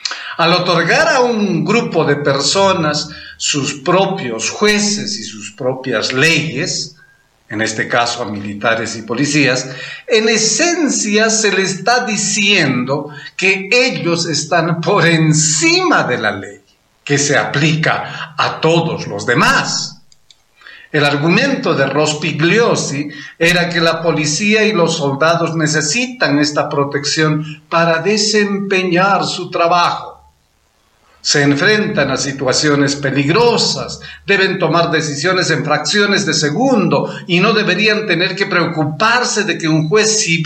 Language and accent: Spanish; Peru; now in Arequipa, Peru; desde Arequipa, Perú